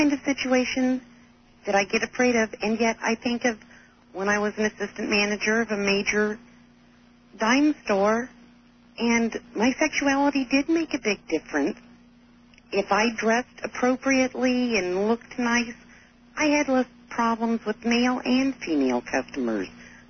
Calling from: California, United States; I'm midway between Arcata and San Francisco.

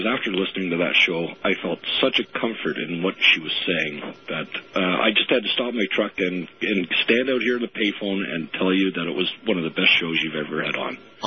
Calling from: Ontario, Canada; I'm calling from Northern Ontario

